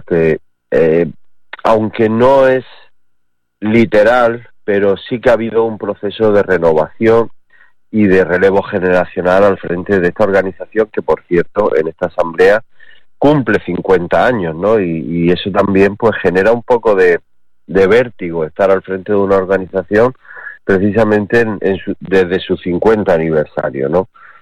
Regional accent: Andalusia, Spain; vengo de Andalucía

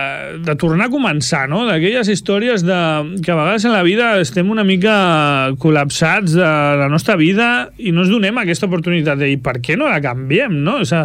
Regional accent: Esplugues de Llobregat, Catalonia, Spain; és una ciutat, però per mi d'alguna manera és el meu poble

